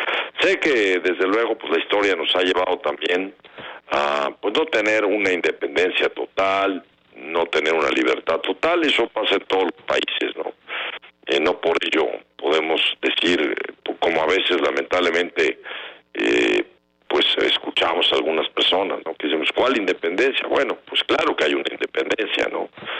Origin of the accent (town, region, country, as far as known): Mexico